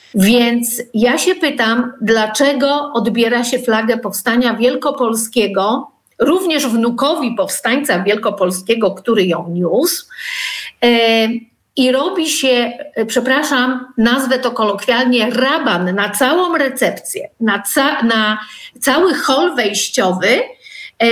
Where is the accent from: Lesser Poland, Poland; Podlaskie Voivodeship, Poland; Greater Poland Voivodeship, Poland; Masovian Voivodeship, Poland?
Greater Poland Voivodeship, Poland; Poznań; jestem poznanianką, jestem również wnuczką powstańców wielkopolskich.